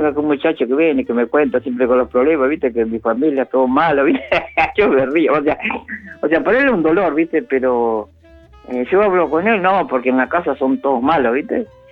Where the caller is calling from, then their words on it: Pilar, Buenos Aires Province, Argentina; acá de Pilar.